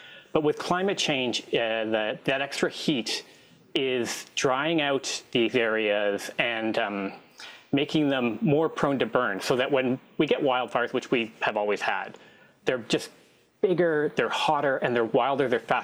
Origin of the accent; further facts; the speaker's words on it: Canada; Growing up in Canada